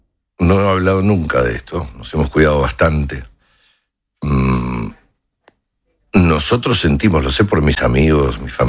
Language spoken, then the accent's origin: Spanish; Argentina; bien como somos los argentinos.